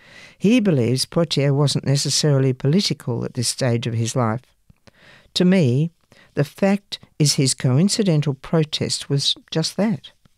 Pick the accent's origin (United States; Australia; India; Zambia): Zambia; For me, growing up in Zambia as a Rwandan, racism was a big part of it because I was an immigrant.